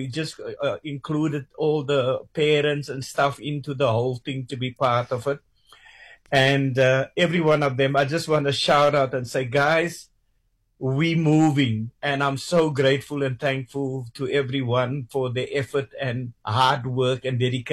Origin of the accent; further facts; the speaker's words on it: South Africa; moved away as an adult; now in Australia; I grew up in South Africa.